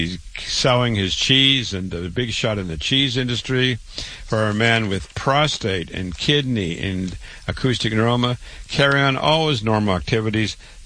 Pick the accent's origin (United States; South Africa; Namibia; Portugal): United States; Waterloo, Iowa; born or raised there